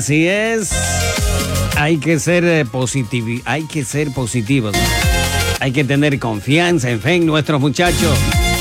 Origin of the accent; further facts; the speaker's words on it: Ecuador; now in North America; Sentimos que somos ecuatorianos desde el chungo. Nada que estamos en Norteamérica y ya no somos ecuatorianos. Somos ecuatorianos de corazón donde estemos, donde vayamos.